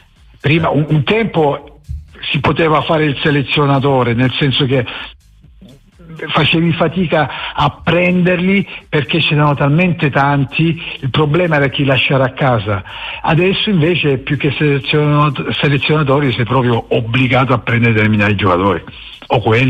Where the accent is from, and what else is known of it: Southern Italy, Italy